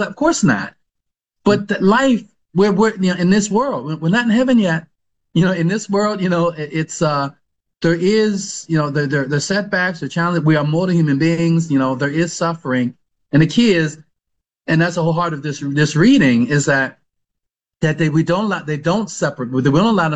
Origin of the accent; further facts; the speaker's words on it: United States; especially, you know, growing up in the West, growing up in the United States